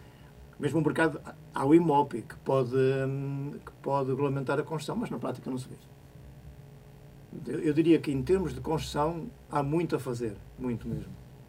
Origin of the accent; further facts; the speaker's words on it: Portugal; Tendo eu nascido e crescido na Serra, à beira-serra, gosto muito do mar.